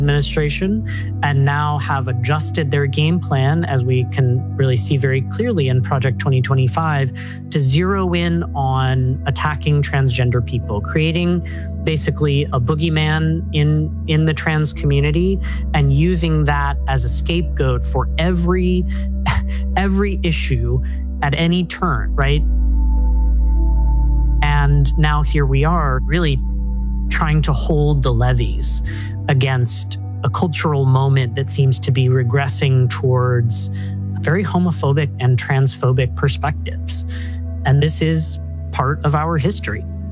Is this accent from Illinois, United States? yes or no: no; Colorado Springs, Colorado, United States; in my hometown of Colorado Springs, where I was raised